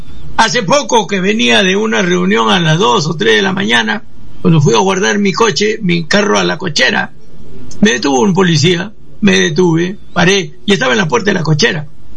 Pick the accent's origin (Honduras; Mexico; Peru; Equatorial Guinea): Peru